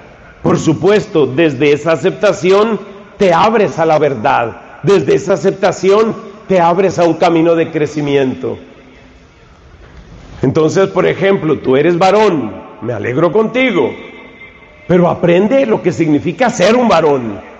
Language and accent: Spanish; Colombia; Yo soy colombiano, yo no soy finlandés. Yo sé que tengo un poco cara de sueco y de escandinavo, pero... pero yo soy colombiano, de raíces indígenas y africanas y mexicanas, y yo soy un mestizo.